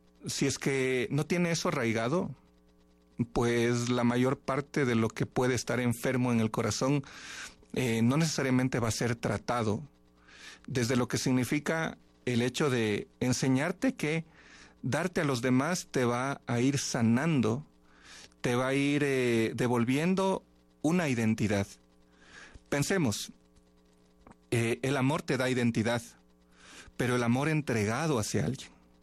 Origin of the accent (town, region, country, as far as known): Ecuador